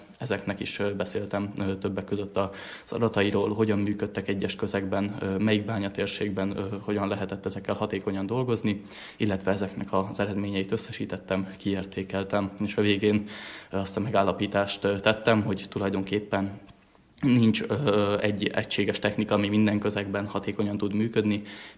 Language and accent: Hungarian; Transylvania, Romania; now in Budapest, Hungary; én egy erdélyi bányavidékről származom